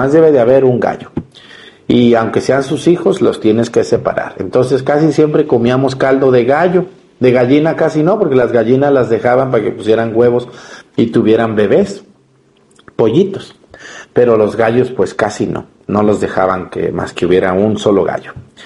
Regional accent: Mexticacán, Jalisco, Mexico; moved away; dice la canción, y el padre Arturo también es de un rancho. De hecho, mi pueblo, Mestigacán, cuando vayan van a ver que es un pueblito, casi un ranchito. Entonces yo crecí entre pollos, gallinas, vacas, burros, mulas, yeguas, de todo

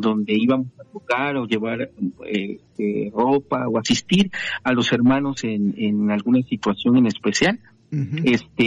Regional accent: Córdoba, Veracruz, Mexico; moved away as an adult; also born or lived in Tehuacán, Puebla; estaba yo entre Tehuacán y, uh-huh. y Córdoba, ¿no? Ya. Mi ciudad de origen.

